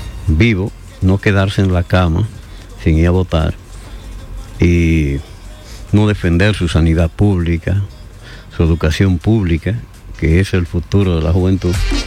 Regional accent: Spain; Yo soy español, España, España.

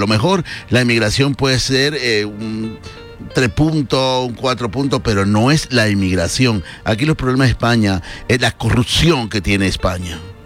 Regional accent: Dominican Republic; now in Spain; yo como dominicano, nacionalizado, español

